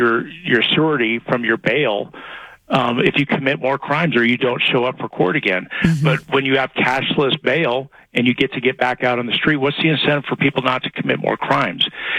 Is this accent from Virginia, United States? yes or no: no; Colorado, United States; I'm a Colorado native. This is not the state that I grew up in.